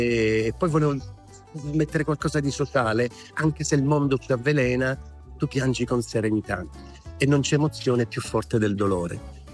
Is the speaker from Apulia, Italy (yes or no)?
yes; Apulia, Italy; Io sono pugliese, però sono degli artisti che suonano.